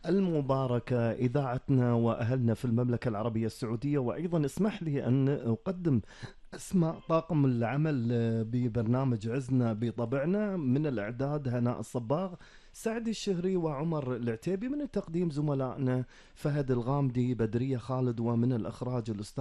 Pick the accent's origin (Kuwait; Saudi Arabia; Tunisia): Kuwait; بالنسبة لنا ككويتيين